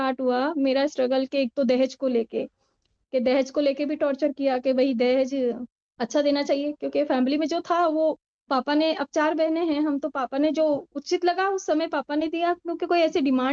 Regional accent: Rajasthan, India; राजस्थान से हूँ और मैं जिस समाज की महिला हूँ, पहले तो मैं अपने बारे में बताऊँगी कि जिस समाज से आती हूँ, मैं मुस्लिम तबके से आती हूँ

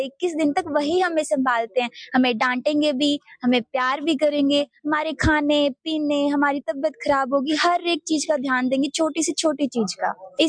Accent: Sri Ganganagar, Rajasthan, India; मैं श्री गंगानगर राजस्थान से बिलोंग करती हूँ।

